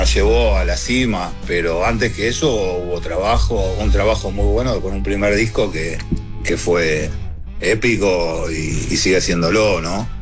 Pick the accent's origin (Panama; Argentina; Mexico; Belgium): Argentina; Por eso yo siempre digo que nacimos en Argentina y somos argentinos, pero ya pasamos a otro nivel, ya somos una banda de Latinoamérica